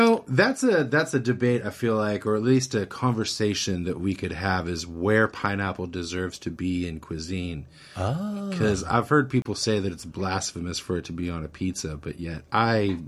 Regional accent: McKinleyville, California, United States; also born or lived in Austin, Texas; I grew up in McKinleyville.

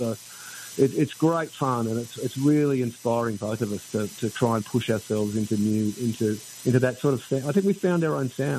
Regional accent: Australia

